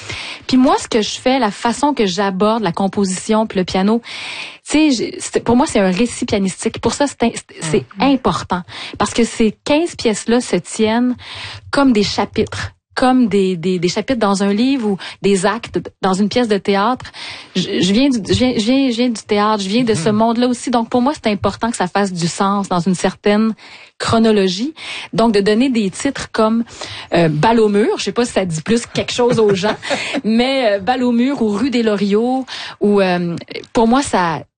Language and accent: French; Quebec, Canada; moved away; c'est ma façon à moi de replanter mes racines dans ce lieu-là d'où je viens, qui est la Gaspésie, que j'ai quitté, mais que j'ai comme requitté une deuxième fois quand la maison familiale a été vendue.